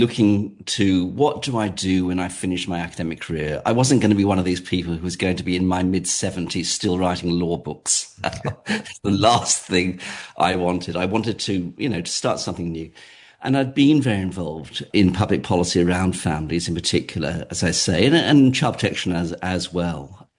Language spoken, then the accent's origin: English; England, United Kingdom; moved away as an adult; now in Australia; I'm English by origin. And I'm very bad at languages, so I haven't really picked up any other accent. But I came out to Australia when I was 27 in 1986, and I've never looked back.